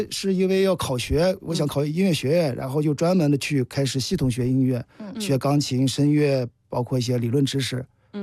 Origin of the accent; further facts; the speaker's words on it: Yulin, Shaanxi, China; 至于跟陕北民歌，其实我在榆林长大，我们从小听陕北民歌的机会很少，就是我们也很少会看到陕北民歌的演出。